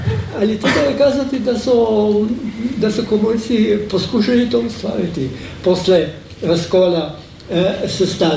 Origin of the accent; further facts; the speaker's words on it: Slovenia; Croatian is a second language; ja sam naravno Slovenac i slovenački patriot.